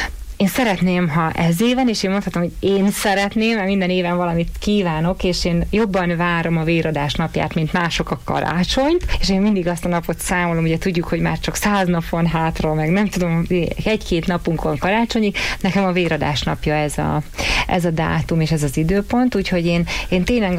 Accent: Miskolc, Borsod-Abaúj-Zemplén, Hungary; és én is miskolciként Szeretném, ha ez éven a miskolci véradási helyszínen jelenne meg a legtöbb véradó.

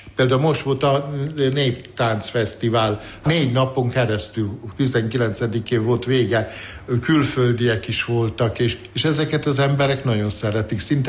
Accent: Drávasztára, Baranya, Hungary; moved away; also born or lived in Sellye; én Sejjén születtem, ez Dráva parti kisváros, de Dráva sztárán nevelkedtem.

